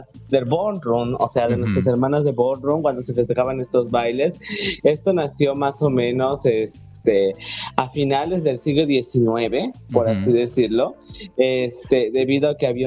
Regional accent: Mexico; Soy una mexicana que trabaja día y noche

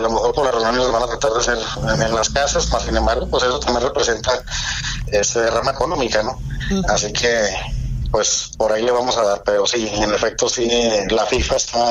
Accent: Mexico; en lo general somos mexicanos

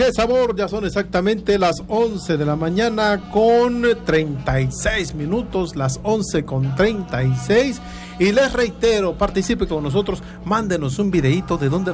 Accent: Tabasco, Mexico; como buen tabasqueño tenemos que ayudar

